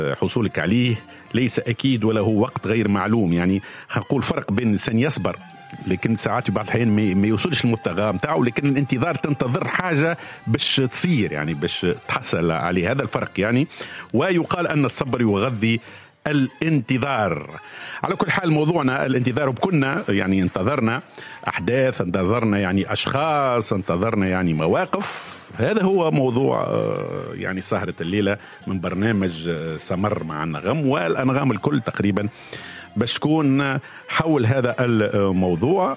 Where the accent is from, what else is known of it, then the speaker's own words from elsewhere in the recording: Tunisia; accent: Tunisian; لكن احنا تعودنا انه في لهجتنا التونسية نقوله استنى